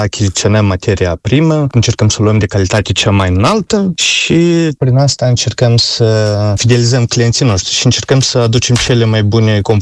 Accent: Moldova

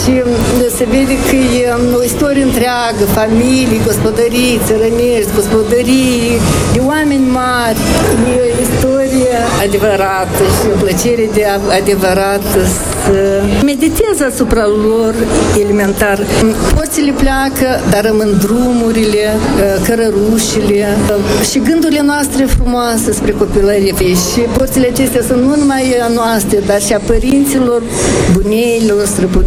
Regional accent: Micleușeni, Strășeni District, Moldova; also born or lived in Seliște, Nisporeni; now in Poșta Veche, Moldova; M-am născut în Seliște, Nisporeni, dar am copilărit în Micleușeni, lângă Dolna, câțiva kilometri

